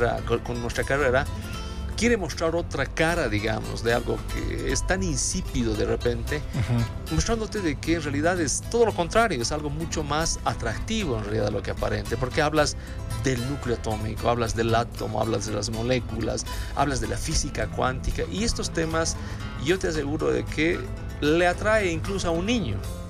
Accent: La Paz, Bolivia; Que está en La Paz, algo muy nuestro como paseños

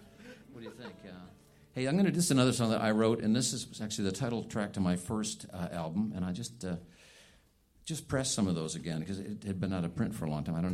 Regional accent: Ontario, Canada; also born or lived in Western Canada; we're actually from Ontario, but we spent a lot of time out west

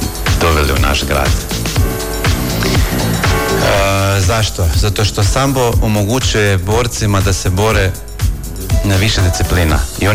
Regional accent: Croatia; kod nas u Hrvatskoj

